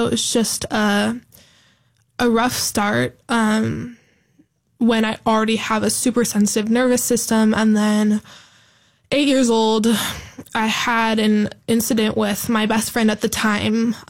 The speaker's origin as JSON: {"language": "English", "town": "Bend", "region": "Oregon", "country": "United States", "tie": "born or raised there", "said": "Yeah, I'm from Bend, Oregon. It's so beautiful. I'm so grateful to have grown up in such a beautiful city."}